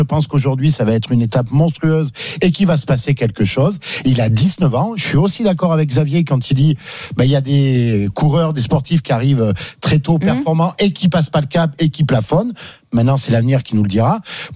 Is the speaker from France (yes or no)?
yes; France; c'est parce qu'on est français